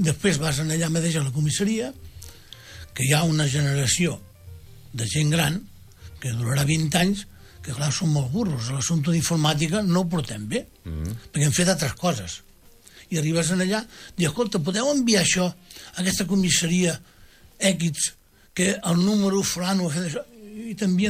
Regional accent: Rubí, Catalonia, Spain; born there; vam néixer aquí a Rubí.

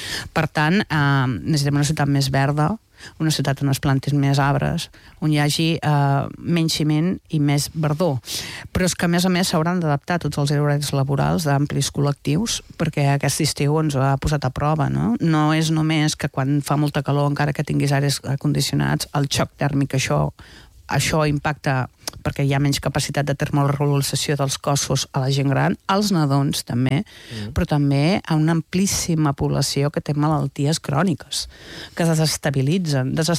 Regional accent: Catalonia, Spain; Jo aquest estiu, que he estat bàsicament a l'interior, al meu poble, a Conca de Barberà

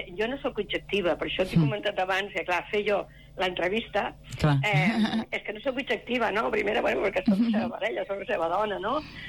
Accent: Sabadell, Catalonia, Spain; moved away as an adult; now in Castellar del Vallès, Spain; jo soc de Sabadell, però nosaltres vivim a Castellà, els dos vivim a Can

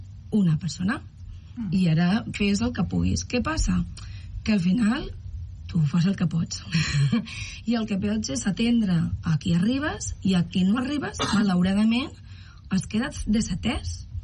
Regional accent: Valencian Community, Spain; moved away as an adult; now in Arenys, Spain; jo vinc de València. Soc valenciana. Fa 25 anys que treballo aquí i tinc companys allà.

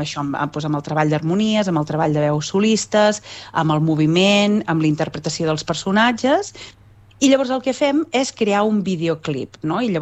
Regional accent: Olot, Catalonia, Spain; Com que jo sóc d'Olot, l'Edgar és de Valls, ja li queda una mica més lluny a Tarragona

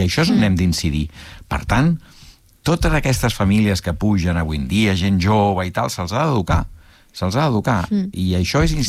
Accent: Barcelona, Catalonia, Spain; moved away; soc molt barceloní

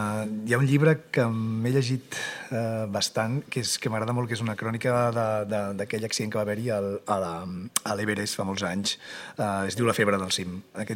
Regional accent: Begues, Catalonia, Spain; meu poble... que és que soc molt muntanyenc, llavors de seguida tiro amunt. Del meu poble, doncs, puc dir la part de la... la part de l'ermita de Brugués

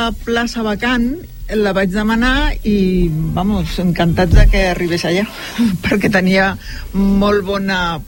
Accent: Barcelona, Catalonia, Spain; born there; also born or lived in El Papiol; now in Sant Boi de Llobregat, Spain; Sí, visco a Sant Boi fa moltíssims anys. Vaig néixer a Barcelona i vaig estar a Papiol durant uns anys i després a Sant Boi. Sant Boi fins ara. Canviant de diferent vivenda i de més, però a Sant Boi, sí.

